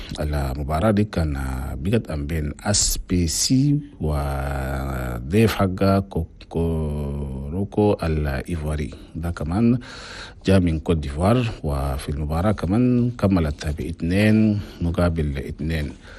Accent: Chad; أنا راديو تشاد نفس الساعة في كل الأقاليم أنا بلدنا تشاد

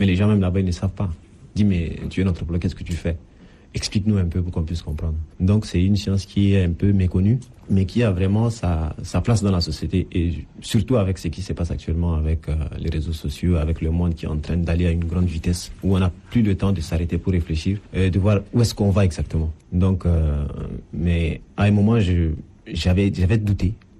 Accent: N'Djamena, Chad; born there

